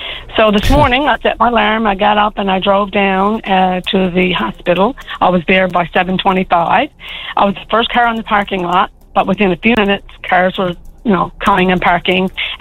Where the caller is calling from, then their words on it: Fortune, Newfoundland and Labrador, Canada; I'm calling from the Burn Peninsula, from Fortune, actually.